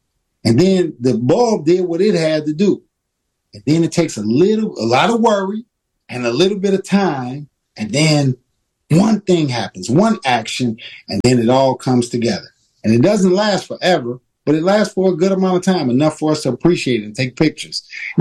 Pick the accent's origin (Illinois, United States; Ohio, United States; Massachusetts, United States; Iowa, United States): Illinois, United States; Chicago; we grew up in Chicago, you know, from slavery.